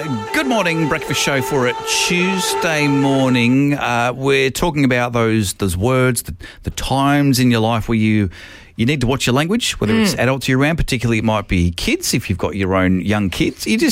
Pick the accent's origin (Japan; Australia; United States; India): Australia; Adelaide, South Australia; when I was growing up in Adelaide, there was a band that used to tour